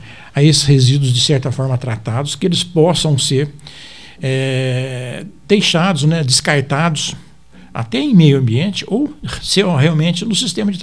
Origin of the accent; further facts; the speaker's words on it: Caconde, São Paulo, Brazil; now in Espírito Santo do Pinhal, Brazil; eu sou natural de Caconde, nascido em Caconde, mas desde 1972 que eu estou em Espírito Santo do Pinhal.